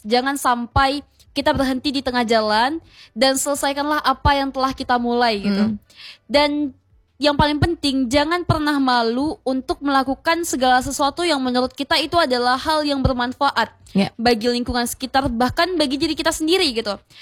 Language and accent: Indonesian; Sumatra, Indonesia; kita orang Sumatera